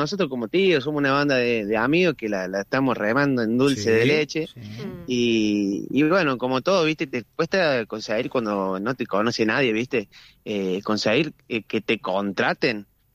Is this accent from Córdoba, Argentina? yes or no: yes; Alta Gracia, Córdoba, Argentina